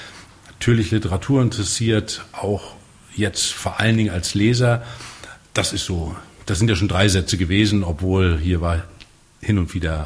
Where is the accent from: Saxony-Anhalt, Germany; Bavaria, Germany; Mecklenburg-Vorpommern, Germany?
Mecklenburg-Vorpommern, Germany; Tribsees; Ja, Triebsees ist meine Heimatstadt gewesen. Ich sage immer ganz gerne, wir haben länger das Stadtrecht als Berlin, um eine Kleinigkeit zu sagen. Es ist eine Kleinstadt, die vor der Wende durchaus einen gewissen Aufschwung hatte.